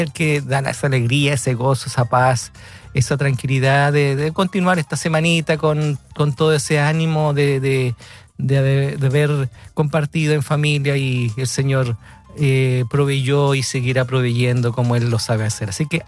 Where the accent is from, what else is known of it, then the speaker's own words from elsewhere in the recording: Uruguay; now in Machalí, Chile; soy uruguayo, hoy estoy tomando un mate, hoy estoy libre, tuve que hacer unos exámenes. Saludo a mi esposa Raquel, estamos aquí en Machalí, así que saludos mi hermano Antonio, desde Uruguay, aquí en Chile